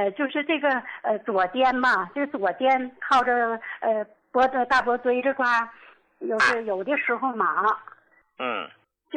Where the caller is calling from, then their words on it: Qiqihar, Heilongjiang, China; 我是齐齐哈尔的。